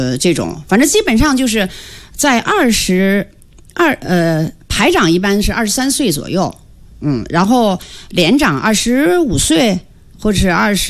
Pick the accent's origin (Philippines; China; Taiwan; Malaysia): China; northern China; 我是北方人